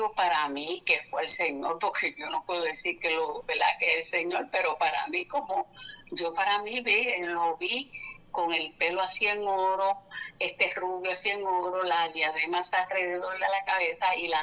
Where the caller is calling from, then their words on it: Juana Díaz, Puerto Rico; De Juana Díaz.